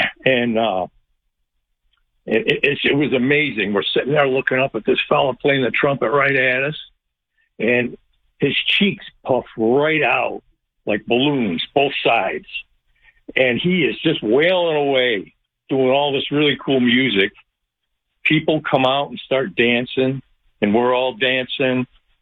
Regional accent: New York, United States

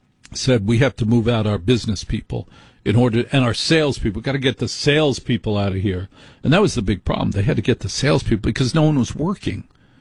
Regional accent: New Jersey, United States

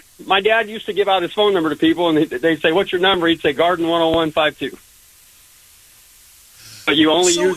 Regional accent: Sacramento, California, United States; I grew up in South Sacramento.

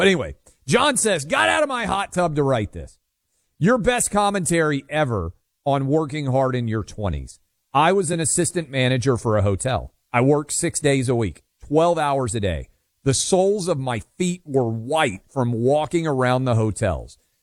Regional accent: Tennessee, United States; You can play in my home state of Tennessee.

